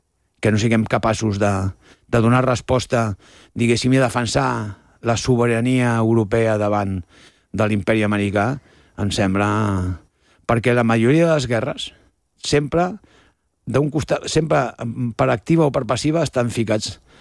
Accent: Barcelona, Catalonia, Spain; born there; Jo que sóc nascut a Hostafrancs

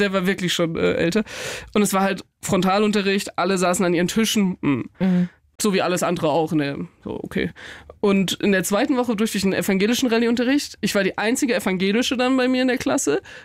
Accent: Nittenau, Bavaria, Germany; Ich meine, ich bin in Nittenau aufgewachsen, es ist wirklich mitten im Bayerischen Wald, also in der Oberpfalz.

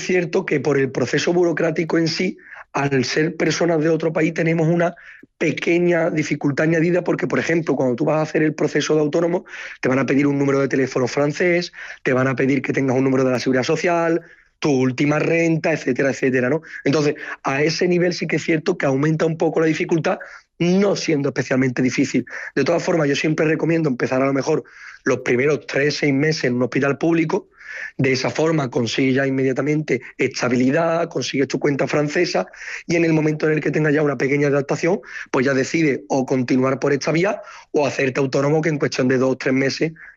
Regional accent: Cádiz, Andalusia, Spain; moved away as an adult; also born or lived in Sevilla; aunque soy realmente de Cádiz, hago mis estudios en Sevilla, y yo decido emigrar.

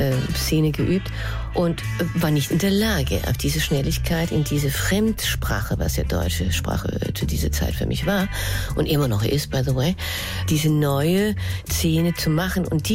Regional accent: Denmark; German is a second language; moved away

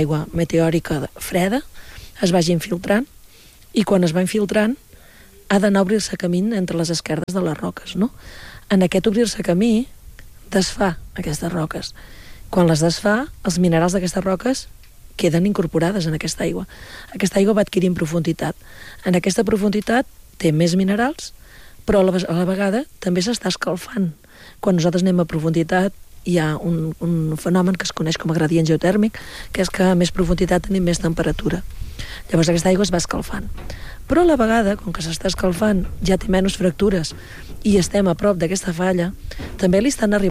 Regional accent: Caldes de Malavella, Catalonia, Spain; jo sóc de Caldes de tota la vida, la meva mare era de Caldes, el meu avi era de Caldes.

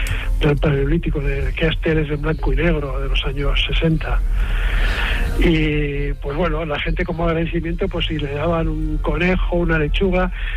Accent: Calafell, Catalonia, Spain; Bueno, mi pueblo es Calafell, en la provincia de Tarragona.

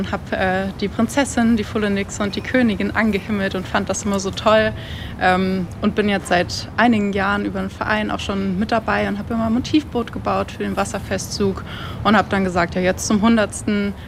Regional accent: Kassel, Hesse, Germany; Ich komme aus Kassel, ich bin hier aufgewachsen.

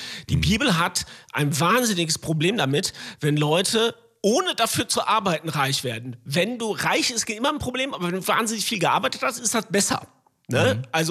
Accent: North Rhine-Westphalia, Germany; Also ich komme aus dem Sauerland, da gab es so Unternehmen in einzelnen Städten, da hing alles von denen ab.

